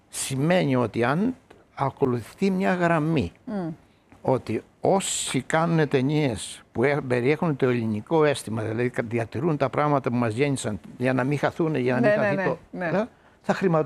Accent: Greece

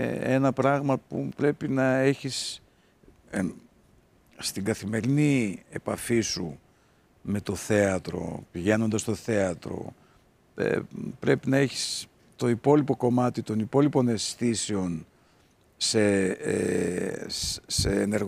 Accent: Thessaloniki, Central Macedonia, Greece; γιατί είμαι Θεσσαλονικιός.

